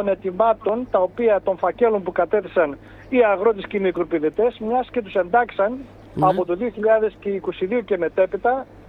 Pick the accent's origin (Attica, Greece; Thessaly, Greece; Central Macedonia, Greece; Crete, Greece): Thessaly, Greece; Larissa; που είναι όσο είναι η μισή Λάρισα, μιας και είμαι Λαρισαίος